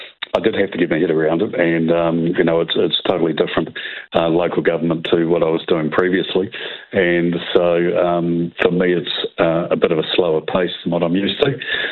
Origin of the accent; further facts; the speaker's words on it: Westport, West Coast, New Zealand; moved away as an adult; also born or lived in Christchurch; it's my hometown, so this is where I was born. I didn't leave Westport until I was in my 30s, even though I was coming back on a regular basis then. It's not quite the same as living here. I was living in Christchurch for 32 years.